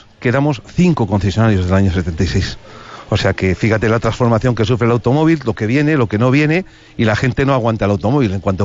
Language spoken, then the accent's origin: Spanish; Soria, Castile and León, Spain; los primeros que no apostamos somos la gente de Soria